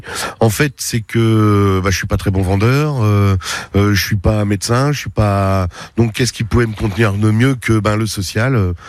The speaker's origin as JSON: {"language": "French", "town": "Tours", "region": "Centre-Val de Loire", "country": "France", "moved": "yes", "lives_now": "Marseille, France", "said": "Et puis pour le sport, moi je suis arrivé, je viens de Tours, je suis arrivé à Marseille pour le sport, pour le rugby"}